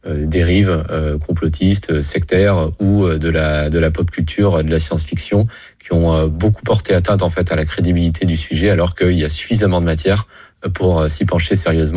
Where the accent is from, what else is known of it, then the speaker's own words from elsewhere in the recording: France; en tant que Français, en tant qu'Européens.